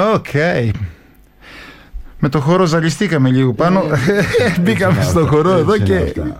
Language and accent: Greek; Chrysokellaria, Peloponnese, Greece; αυτό θα το αφιερώσω και σε όλους τους Έλληνες και κάτω εκεί στο χωριό μου στη Χρυσοκελαριά, για σας αυτό το τραγούδι.